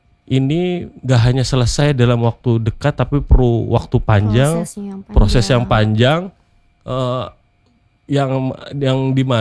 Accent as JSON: {"language": "Indonesian", "town": "Amuntai", "region": "South Kalimantan", "country": "Indonesia", "tie": "born there", "said": "Kayak contohnya di tempat kelahiran saya di Amuntai, karhutlah besar-besaran di masa itu menyebabkan Amuntai itu terkungkung asap."}